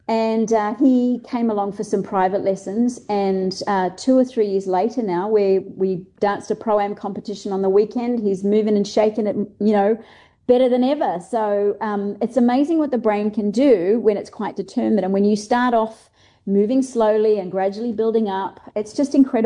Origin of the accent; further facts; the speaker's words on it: Australia; now in New Zealand; I call it lobster being Australian